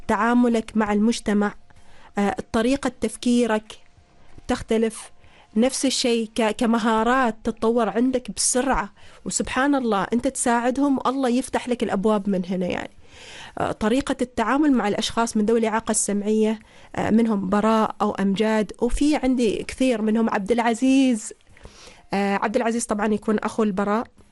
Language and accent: Arabic; Oman; نحن كعمانيين